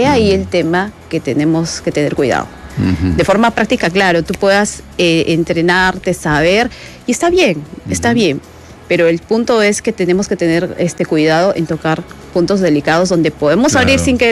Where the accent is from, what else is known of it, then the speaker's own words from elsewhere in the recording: Cerro de Pasco, Pasco, Peru; Tierra de machos y no de muchos, un saludo ahí, yo soy de ahí.